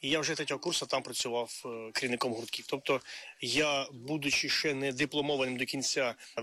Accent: Kherson, Kherson Oblast, Ukraine; moved away as an adult; now in Cherkasy Oblast, Ukraine; Я сам з Херсона, вчився на третьому курсі універа

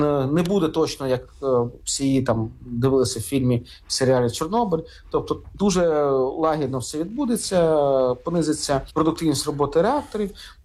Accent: Kharkiv Oblast, Ukraine; це або моя рідна Харківщина

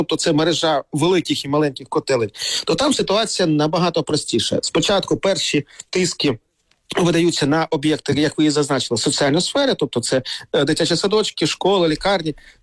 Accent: Kharkiv, Kharkiv Oblast, Ukraine; Якщо говорити про мій рідний Харків, то Харків за 4 роки перейшов від системи централізованого теплопостачання

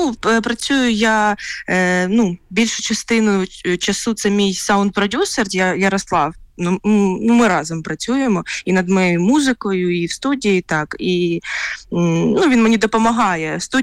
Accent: Poltava, Poltava Oblast, Ukraine; moved away as an adult; now in Kyiv, Ukraine; Я взагалі, я з Полтави, але навчаюся зараз у Києві.

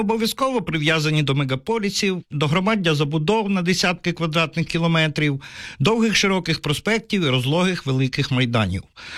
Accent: Rivne Oblast, Ukraine; Моя рідна Рівненщина не обділена пам'ятками давнини

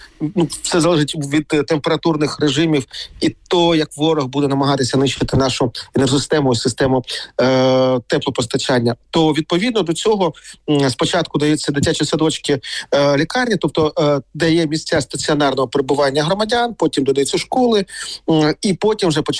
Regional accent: Kharkiv, Kharkiv Oblast, Ukraine; Якщо говорити про мій рідний Харків, то Харків за 4 роки перейшов від системи централізованого теплопостачання

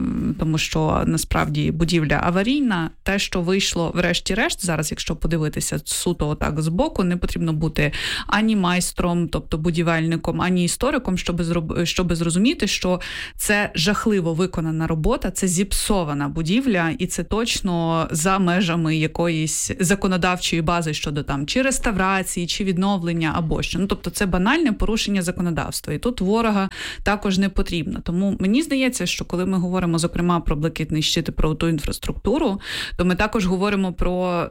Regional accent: Kyiv, Ukraine; я от як киянка дуже багато помічаю, як люди, місцеві мешканці, ставляться до своїх пам'яток

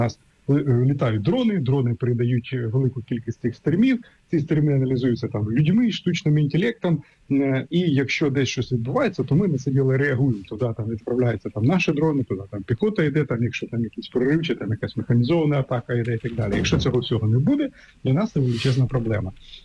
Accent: Sumy Oblast, Ukraine; наприклад, мою рідну Сумську область

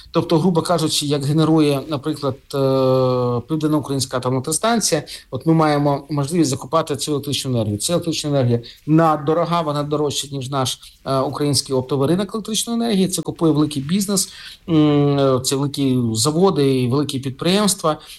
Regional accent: Kharkiv, Kharkiv Oblast, Ukraine; now in Kyiv, Ukraine; мій рідний Харків

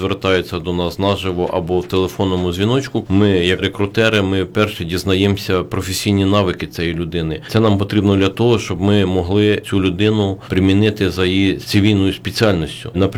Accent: Teofipol district, Khmelnytskyi Oblast, Ukraine; moved away; я сам з Теофіпольщини

